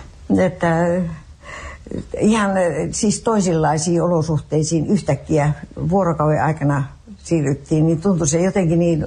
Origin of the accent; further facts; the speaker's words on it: North Ostrobothnia, Finland; moved away as an adult; also born or lived in Oulu, Finland / Fritsla, Sweden; now in Sweden; Minä olen syntynyt Suomessa Ylitanjassa, siellä Pohjois-Suomessa. Kilometri oli vain Putasjärven rajalle siitä, että se on aika pohjoista.